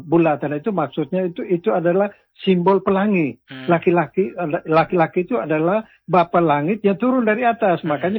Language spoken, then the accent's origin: Indonesian; East Nusa Tenggara, Indonesia; saya orang Lio.